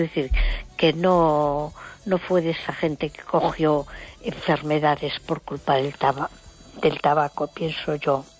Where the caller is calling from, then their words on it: A Coruña, Galicia, Spain; de Coruña.